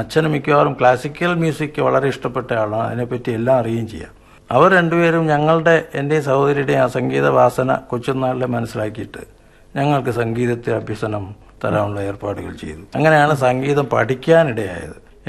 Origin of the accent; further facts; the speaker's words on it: Thiruvattar, Tamil Nadu, India; born there; ഞാൻ ജനിച്ചത് ഇന്നത്തെ കന്യാകുമരി ഡിസ്ട്രിക്റ്റിലെ തിരുവട്ടാറെന്ന ഗ്രാമത്തിലാണ്.